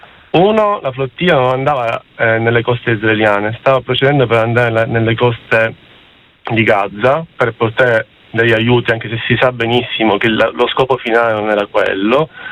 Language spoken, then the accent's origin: Italian; Monza, Lombardy, Italy; accent: Sicilian; Anch'io sono di Monza, anche se non ho quell'accento lì